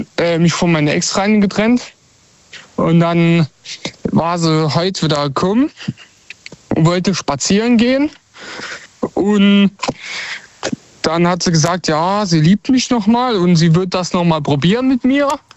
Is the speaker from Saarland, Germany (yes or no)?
yes; Saarland, Germany; Ich komme aus dem Saarland.